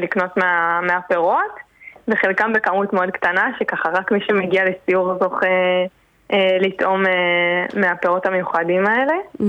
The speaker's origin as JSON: {"language": "Hebrew", "region": "Southern District", "country": "Israel", "said": "אנחנו גם מהדרום, אזור קריית גת"}